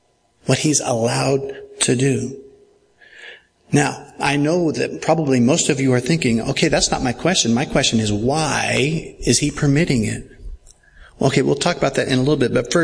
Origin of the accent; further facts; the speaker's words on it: Kansas City, United States; I grew up in Kansas City